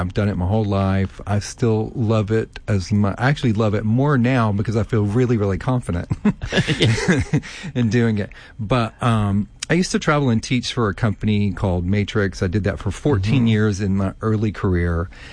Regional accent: Sibley, Louisiana, United States; I am from Sibley, Louisiana.

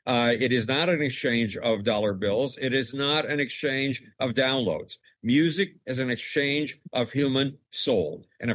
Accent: Buffalo, New York, United States; moved away; Buffalo, New York, which is ironically my hometown

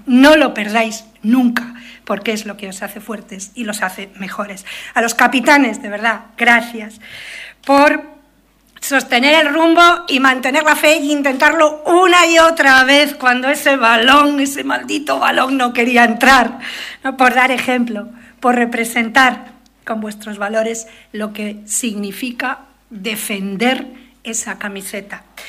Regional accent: Cantabria, Spain; como somos nosotros los cántabros

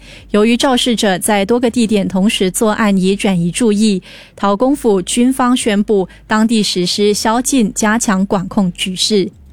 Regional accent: Singapore; Singlish 应该是我们新加坡人引以为傲的一种语言呐

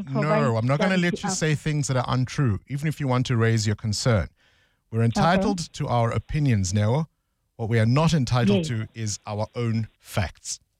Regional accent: South Africa; But I'm a South African always too.

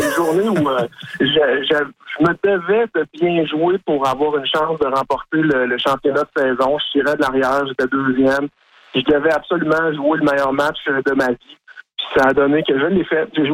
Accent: Bécancour, Quebec, Canada; Donc, je viens de Saint-Grégoire, dans la ville de Bécancour.

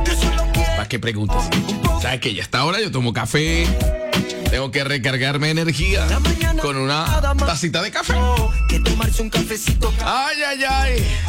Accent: Pailitas, Cesar, Colombia; moved away; Pailita, Cesar, mi pueblo

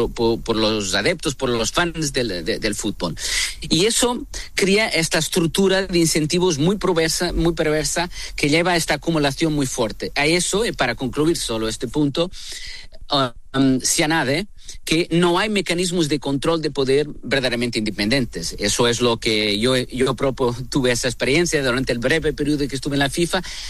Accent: Portugal; yo soy europeo, soy portugués

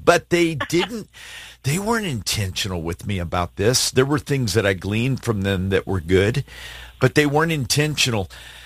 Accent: Alaska, United States; I was raised in Alaska. My dad and mom moved there before it was a state, before it even reached statehood.

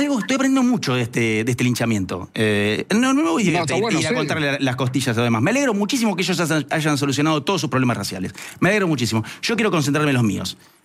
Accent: Argentina; Yo creo que somos racistas los argentinos.

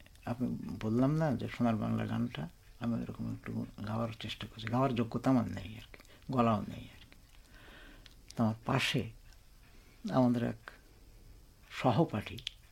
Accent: Khulna Division, Bangladesh; born there; আমার বাড়িটা হলো মেন রোডে, মানে যেটা ঢাকা রোড বলে, আর এখন ওর নদীর ওর একটা নাম আছে দর্শনা মুজিবনগর রোড

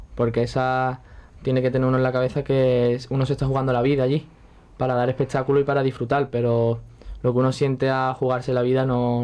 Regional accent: Ronda, Andalusia, Spain; born there; voy a ronda con mucha ilusión y con muchas ganas, porque es mi pueblo

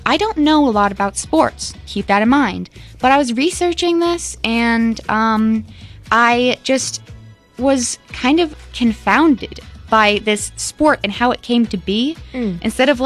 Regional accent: United States; as an American

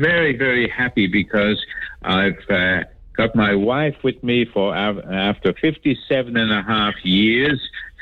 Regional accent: New South Wales, Australia; born there; also born or lived in England; now in Marsden Park, Australia; we're here in Australia. 70 years ago, we migrated as a family to Australia from England, though I was born by accident of the war in Ireland.

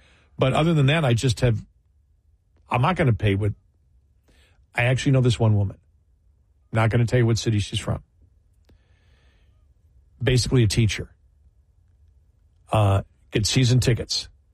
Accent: Buffalo, New York, United States; born or raised there

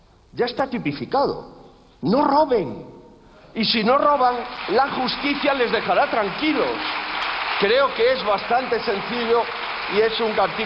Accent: Spain

